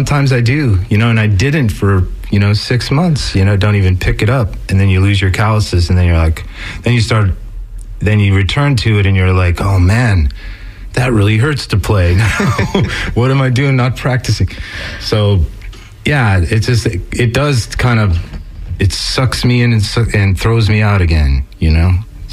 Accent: New Jersey, United States; accent: Northeast; I grew up in New Jersey

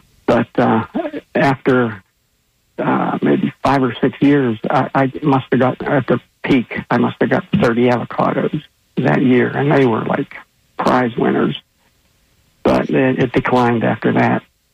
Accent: Pittsburgh, Pennsylvania, United States; moved away; We're from Pittsburgh, Pennsylvania, originally, and we moved down here permanently in the very beginning of 2000.

